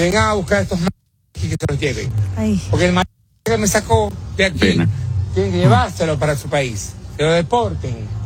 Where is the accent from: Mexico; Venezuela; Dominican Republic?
Venezuela; vengo de Venezuela para esta mierda que se llama Azúcar.